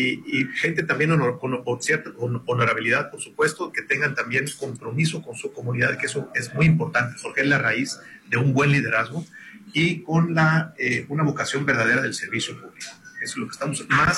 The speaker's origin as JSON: {"language": "Spanish", "region": "Sinaloa", "country": "Mexico", "said": "Yo primero que todo, pues soy sinaloense, yo estoy por mi estado, obviamente."}